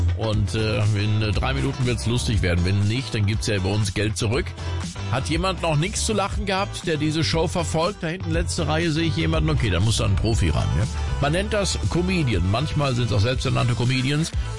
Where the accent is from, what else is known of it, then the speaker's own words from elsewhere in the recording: Rhineland-Palatinate, Germany; Ich weiß, im Westerwald, wo ich herkomme, aus einem kleinen Dorf, wo die Knusperhäuschen stehen und die Gnome leben, da sagt man zum Beispiel, ich gehe an die Bach.